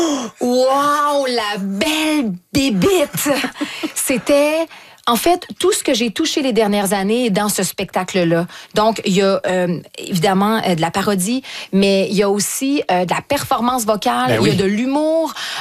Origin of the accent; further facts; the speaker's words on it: Quebec, Canada; accent: Québécois; Mais j'ai un fort accent québécois